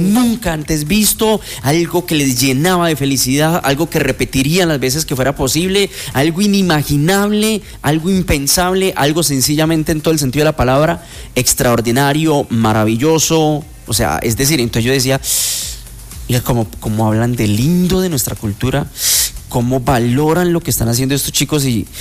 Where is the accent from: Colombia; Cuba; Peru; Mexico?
Colombia; Llanos Orientales; como llanero que soy